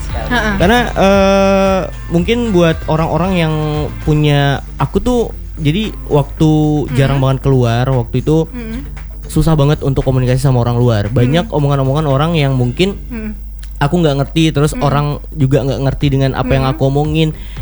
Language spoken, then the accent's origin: Indonesian; Pontianak, West Kalimantan, Indonesia; kita sebagai orang Pontianak gitu ya.